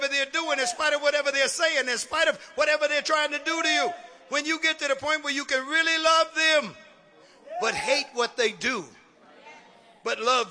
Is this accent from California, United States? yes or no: yes; Oakland, California, United States; I'm from West Oakland.